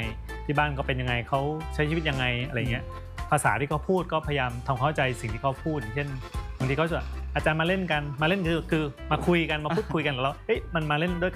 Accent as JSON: {"language": "Thai", "region": "Trang", "country": "Thailand", "tie": "born there", "also_born_or_lived": "Bangkok", "moved": "as an adult", "lives_now": "Khon Kaen, Thailand", "said": "ผมเป็นคนจังหวัดตรังนะฮะเกิดที่ตรังแล้วก็มาเรียนปริญญาตรีที่มหาวิทยาลัยศิลปากรเรียนภาควิชาเครื่องดินเผาเลยเรียนจบปริญญาโทก็มาเพื่อนชวนมาสมัครที่ม.ขอนแก่นเนี่ย"}